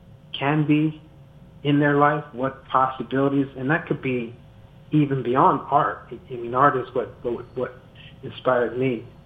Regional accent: Scotch Plains, New Jersey, United States; Well, I was born in New Jersey, and I was in a little town called Scotch Plains.

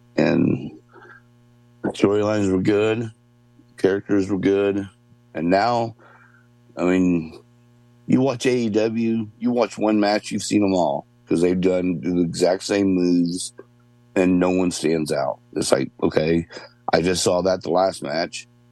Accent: Martinsville, Indiana, United States; I grew up outside of Indianapolis in a small town. It's in Martinsville, Indiana.

